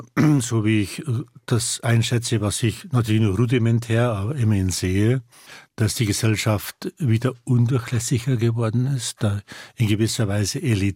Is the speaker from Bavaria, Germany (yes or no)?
yes; Bavaria, Germany; born there; der bayerische Junge … dann im bayerischen, auch gerade im Nieder